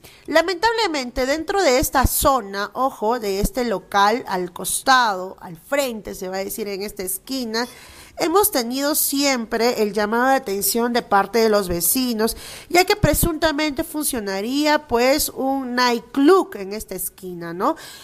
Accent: Peru; que como peruanos también nosotros lo tenemos que tener en conocimiento.

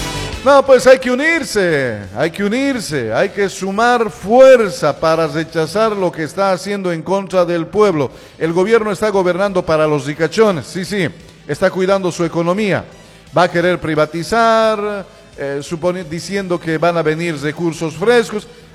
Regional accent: Bolivia; todos somos bolivianos.

